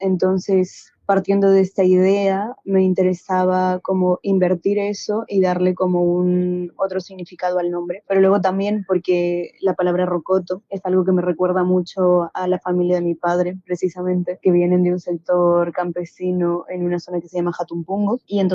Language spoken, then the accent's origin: Spanish; Ecuador; moved away as an adult; now in Barcelona, Spain; Yo soy de Ecuador, vivo ahora en Barcelona.